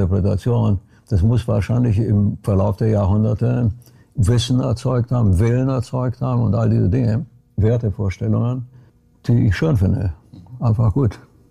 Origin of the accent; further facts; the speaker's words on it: Brașov, Brașov County, Romania; moved away; Ich bin geboren in Kronstadt in Rumänien im Karpatenbogen. Und das ist vielleicht nicht ganz so hoch, aber auch gebirgig. Karpaten sind auch wunderschön. Und ich nehme an, dass so meine Kindheit und die Zeit, die wir da unten gelebt haben, das einem so hinterlassen hat.